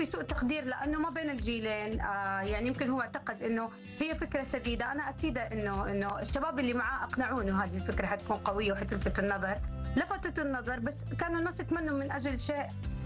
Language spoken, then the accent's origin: Arabic; Saudi Arabia; يعني زي ما بصير عندنا بالسعوديه، احنا عندنا هيئه الافلام مثلا تتولى هذه المهمه